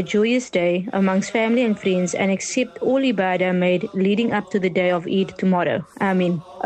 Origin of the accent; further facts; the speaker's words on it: Mitchells Plain, Western Cape, South Africa; from Tafel Tzich Mitchell's Plain, a former student of Madrasa Dar es Salaam.